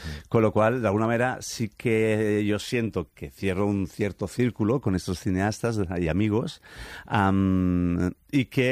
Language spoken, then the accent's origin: Spanish; Valencian Community, Spain